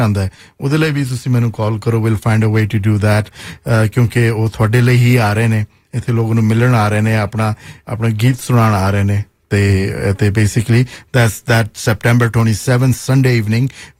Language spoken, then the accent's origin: Punjabi; Punjab, Pakistan; ਮੈਂ ਇਹ ਵੀ ਦੱਸਣਾ ਚਾਹੁੰਦਾ ਕਿ ਮੈਂ ਲਹਿੰਦੇ ਪੰਜਾਬ ਤੋਂ ਹਾਂ ਭਾਜੀ ਚੜ੍ਹਦੇ ਪੰਜਾਬ ਤੋਂ ਨੇ